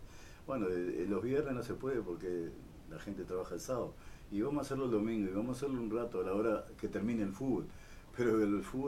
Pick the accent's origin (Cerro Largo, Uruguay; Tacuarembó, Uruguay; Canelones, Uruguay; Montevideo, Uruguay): Cerro Largo, Uruguay; Melo; also born or lived in Maldonado; now in Vergara, Uruguay; yo viví en Maldonado, soy de Melo